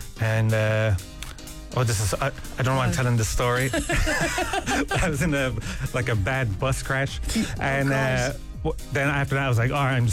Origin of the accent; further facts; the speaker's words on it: Tralee, Munster, Ireland; I used to think, because I'm from Kerry.